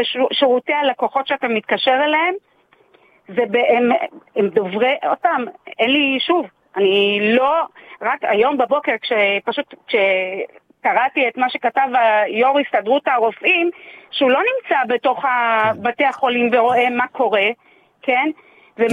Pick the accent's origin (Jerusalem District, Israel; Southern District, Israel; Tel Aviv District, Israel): Tel Aviv District, Israel; Tel Aviv-Yafo; now in Holon, Israel; אני גדלתי ביפו.